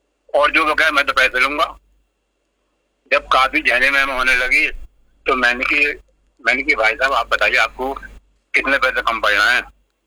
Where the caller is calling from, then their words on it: Moradabad, Uttar Pradesh, India; Moradabad UP से